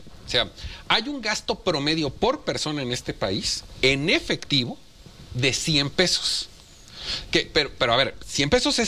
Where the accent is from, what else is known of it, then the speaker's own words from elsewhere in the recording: Mexico; nos involucra como mexicanos.